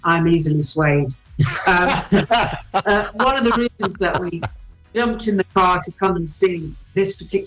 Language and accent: English; England, United Kingdom; the building to us as English people was called Salem Chapel.